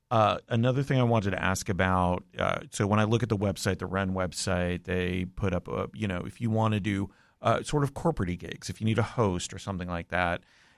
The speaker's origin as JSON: {"language": "English", "town": "Montreal", "region": "Quebec", "country": "Canada", "said": "Yeah, I'm from Canada."}